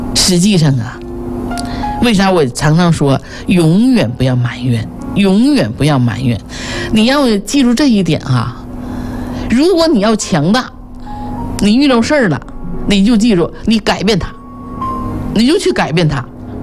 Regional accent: Northeast China, China; accent: Northeastern dialect; 用我们东北话叫五马长枪

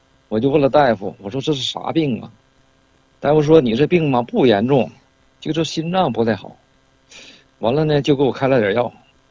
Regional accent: Shenyang, Liaoning, China; 我是沈阳的。

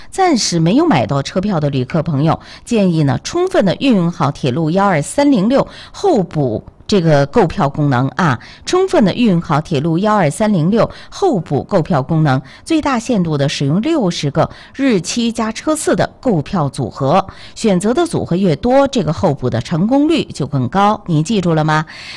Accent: Jinzhou, Liaoning, China; 当然在我们家乡锦州这边土地上听到我们的节目呢，我会觉得咱们呢彼此呢离得更近是吧

